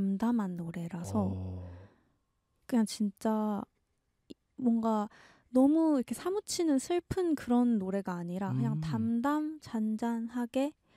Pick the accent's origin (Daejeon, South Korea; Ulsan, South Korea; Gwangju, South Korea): Gwangju, South Korea; moved away as an adult; now in Seoul, South Korea; 제가 스무 살에 대학교 오면서 이제 서울로 상경을 했습니다.